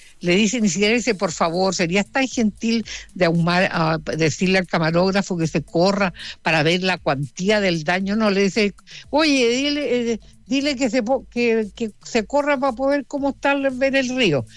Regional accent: Puerto Montt, Los Lagos, Chile; born there; yo nací en Puerto Montt el año 43.

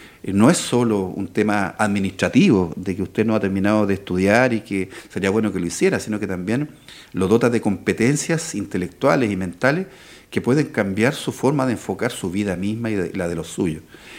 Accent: Chile

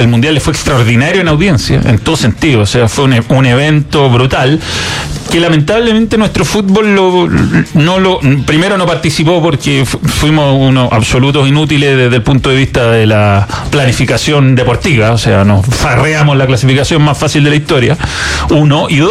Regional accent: Chile

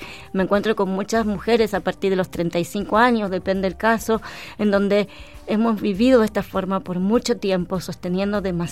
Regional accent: Argentina; now in Chile; yo soy argentina. Sí. Hace mucho tiempo que vivo en Chile

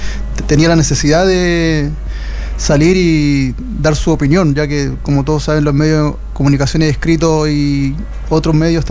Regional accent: San Felipe, Valparaíso, Chile; now in Viña del Mar, Chile; Soy oriundo de San Felipe, pero estoy viviendo en Viña.

